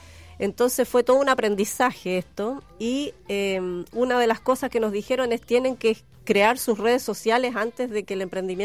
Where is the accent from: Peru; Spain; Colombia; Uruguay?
Uruguay; also born or lived in Santiago, Chile; now in Valparaíso, Chile; Yo soy uruguaya y llegué hace muchos años a Chile.